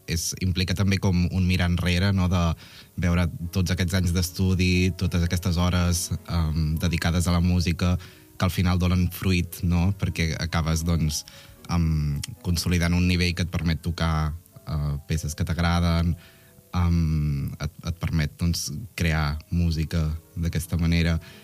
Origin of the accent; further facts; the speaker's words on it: Arenys de Munt, Catalonia, Spain; born there; jo m'estimo molt el meu poble, Arenys, Cinera, no?